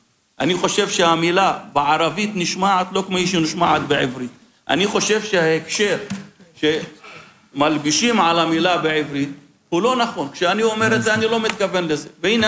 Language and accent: Hebrew; Lod, Central District, Israel; also born or lived in Ramla / Jaffa; אני גדלתי בלוד, רמלה ויפו. אלה האנשים שלי, זאת הסביבה הטבעית שלי.